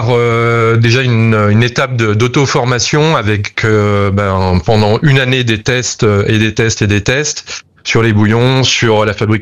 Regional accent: Annecy, Auvergne-Rhône-Alpes, France; moved away as an adult; je me suis expatrié pendant 5 ans en Asie. Et quand je suis revenu donc sur ma ville natale d'Annecy

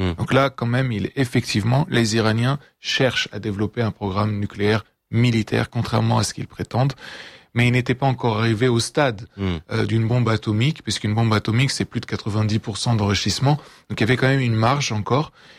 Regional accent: France; en tant que Français

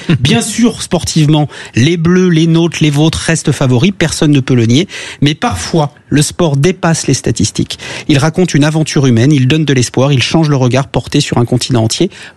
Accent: France; Je suis un Français, mais avec une clause d'amitié marocaine.

